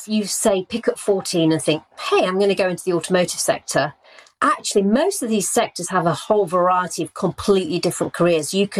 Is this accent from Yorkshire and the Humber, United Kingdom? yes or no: yes; Rotherham, Yorkshire and the Humber, United Kingdom; I never met a lawyer growing up in Rotherham.